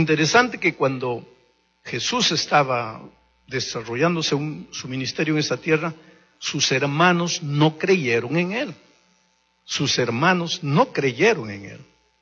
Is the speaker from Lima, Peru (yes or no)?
no; Jauja, Junín, Peru; born there; moved away; mi tierra, Jauja